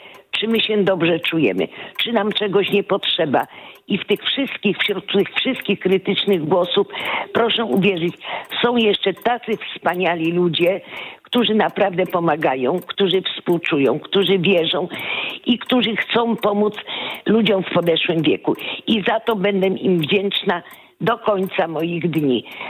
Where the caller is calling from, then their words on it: Kożuchów, Lubusz Voivodeship, Poland; Dzwonię z Kożuchowa w województwie lubuskim. Obydwoje z mężem mamy po 70.